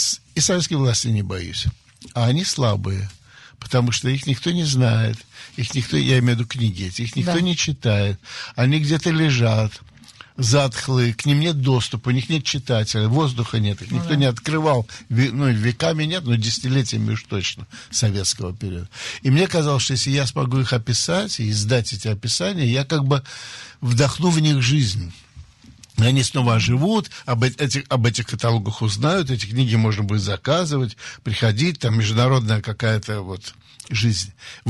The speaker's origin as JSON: {"language": "Russian", "region": "Saint Petersburg", "country": "Russia", "tie": "born or raised there", "moved": "yes", "said": "я мальчик питерский, занимался карате, прошел русскую армию советскую"}